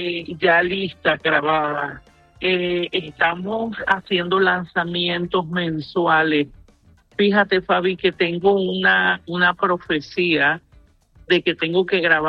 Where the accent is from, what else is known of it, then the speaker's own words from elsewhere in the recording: Los Puertos de Altagracia, Zulia, Venezuela; Nací en el Evangelio. Mi mamá es pastora de la iglesia Peniel de los Puertos de Altagracia, municipio Miranda, estado Zulia, en Venezuela. De ahí vengo, ahí crecí.